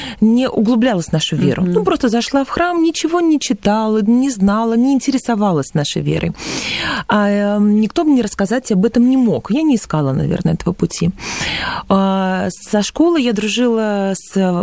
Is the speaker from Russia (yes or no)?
yes; Russia; born there; Если я родилась в России, я русский человек, я принадлежу к православной церкви, меня крестили в детстве.